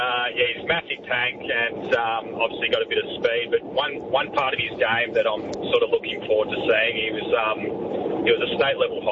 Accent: Echuca, Victoria, Australia; I was obviously born and bred in Echuca, and I moved down as a 17-year-old and got thrown straight into the system.

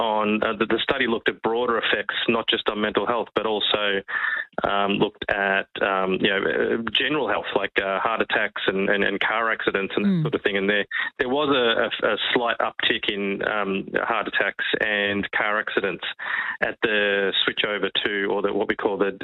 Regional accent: Melbourne, Victoria, Australia; I'm from Melbourne. I like daylight savings time.

